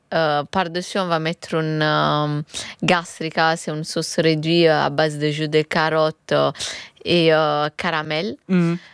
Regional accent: Naples, Campania, Italy; moved away; Chez nous, à Naples

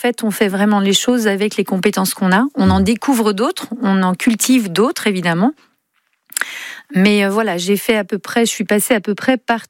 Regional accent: Craon, Pays de la Loire, France; born there; Je suis née à Cran.

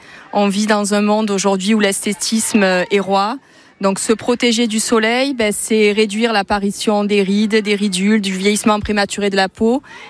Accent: Marseille, Provence-Alpes-Côte d'Azur, France; Exactement, je suis née à Marseille, j'ai grandi donc à la Belle de Mai, après aujourd'hui je vis dans le 13e arrondissement, mais j'ai toujours vécu à Marseille

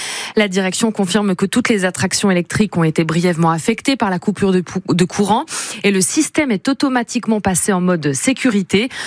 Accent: Grand Est, France; comme chez nous en Alsace

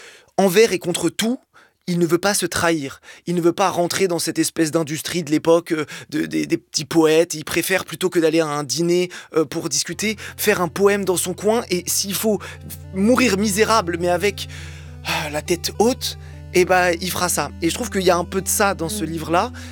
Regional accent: Algeria; Et en plus, moi, en tant qu'Algérien, il y a évidemment le rapport entre l'Algérie et la France est particulier.

